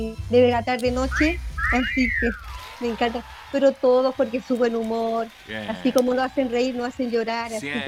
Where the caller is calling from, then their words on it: Viña del Mar, Valparaíso, Chile; De Viña del Mar, Gómez Carreño.